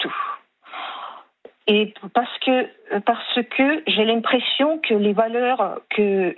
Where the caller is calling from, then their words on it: Lyon, Auvergne-Rhône-Alpes, France; J'habite à Lyon